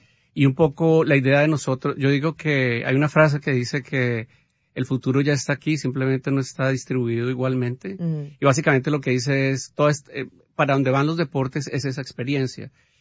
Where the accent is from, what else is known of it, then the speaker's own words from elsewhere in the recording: Colombia; yo soy colombiano